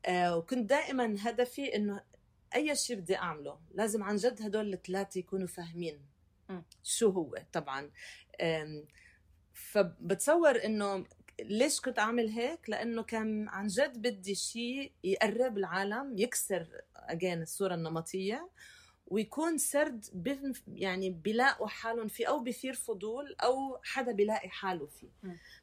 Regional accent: Palestine; بس لما تعرف علي اصلا ما صدق انا فلسطينية. يعني تخيل انا لهجتي يمكن ما بعرف، ساعة يقول لي تونسية، ساعة يقول لي كذا، ساعة يقول لي اردن، ساعة يقول سوريا، بس ما تخيل فلسطين

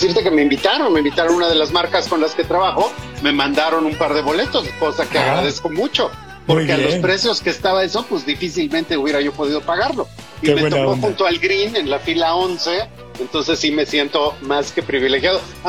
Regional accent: Mexico; hasta nuestra capacidad como mexicanos de hacer escándalo está limitado al grito, el entusiasmo y el canto

